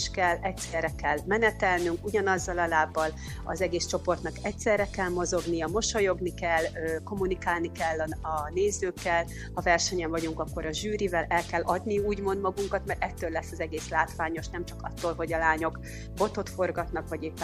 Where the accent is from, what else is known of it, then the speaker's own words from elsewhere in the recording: Barcs, Somogy, Hungary; now in Baranya County, Hungary; Én Barcson kezdtem, onnan származom, csak mivel elköltöztem otthonról